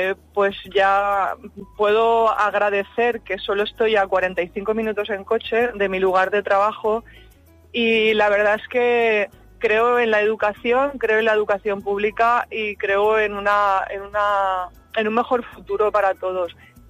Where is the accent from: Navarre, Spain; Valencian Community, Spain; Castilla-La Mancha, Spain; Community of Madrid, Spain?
Valencian Community, Spain; Valencia; moved away as an adult; now in Dénia, Spain; yo soy de Valencia en concreto y ya decidí quedarme en la ciudad de Denia